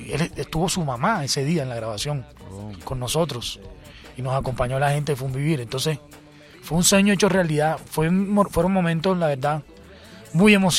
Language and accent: Spanish; Cartagena, Bolívar, Colombia; mi tierra, Cartagena de Indias, un álbum que es inspirado en mi ciudad, que ha sido toda la vida. A mí siempre me ha inspirado Cartagena.